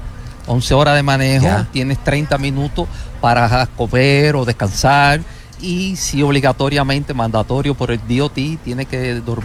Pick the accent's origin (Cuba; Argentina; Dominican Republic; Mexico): Cuba; now in Miami, United States; Originario, nacido en Cuba.